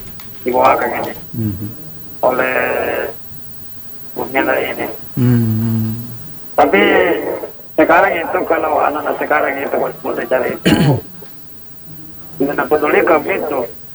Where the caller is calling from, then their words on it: Makassar, South Sulawesi, Indonesia; saya juga sebagai orang Makassar